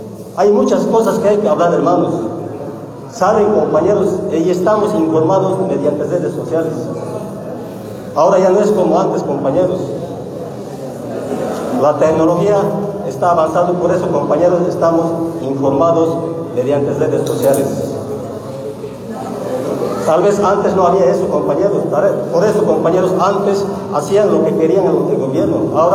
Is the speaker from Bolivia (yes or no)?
yes; Bolivia; Nosotros como bolivianos